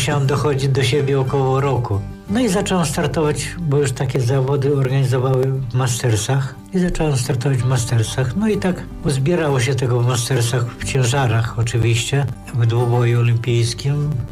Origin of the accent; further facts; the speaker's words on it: Chełm, Lublin Voivodeship, Poland; ja tu pochodzę z Chełma, na ulicy Lwowskiej